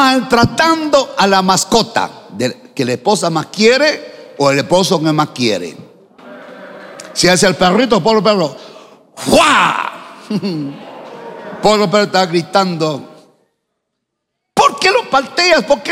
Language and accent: Spanish; Huacho, Lima, Peru; born there; Yo vivía de pequeño en Huacho, Norte Chico de Lima.